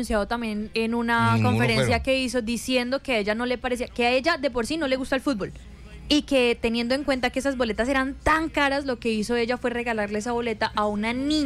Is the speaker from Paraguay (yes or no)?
no; Colombia; Tampoco es como que nosotros como colombianos de verdad